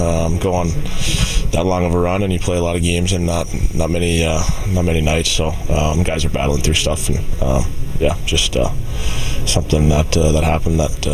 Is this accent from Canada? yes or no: yes; Western Canada, Canada; growing up in Western Canada, I kind of always kind of knew who he was and followed his career